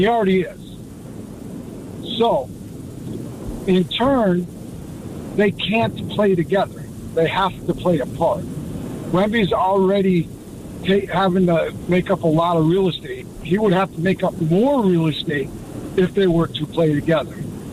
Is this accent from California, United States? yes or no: no; Chicago, Illinois, United States; moved away; I'm from Chicago originally.